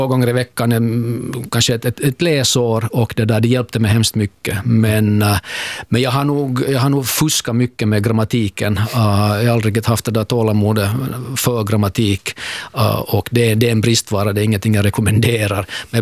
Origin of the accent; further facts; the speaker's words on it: Ostrobothnia, Finland; Det här är nog viktigt att betona att jag är hemma i Österbotten.